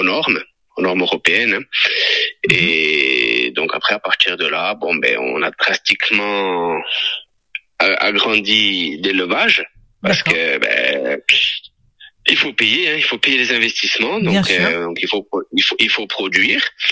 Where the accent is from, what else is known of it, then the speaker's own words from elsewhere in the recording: Corsica, France; Je suis originaire de Serralisco-Pamène, dans l'Altaroc.